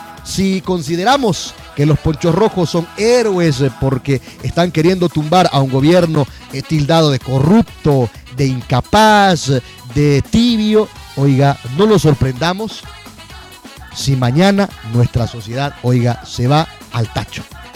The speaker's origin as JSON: {"language": "Spanish", "country": "Bolivia"}